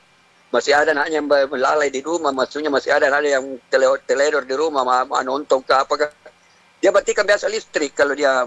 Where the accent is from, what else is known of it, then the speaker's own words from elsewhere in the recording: Makassar, South Sulawesi, Indonesia; Saya asli Bugis, maka saya asli Makassar.